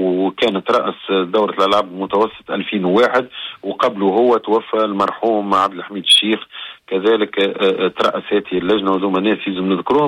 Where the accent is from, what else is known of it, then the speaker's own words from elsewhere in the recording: Tunisia; أنا أول تونسي نرأسها اللجنة الدولية للألعاب قبل المتوسطة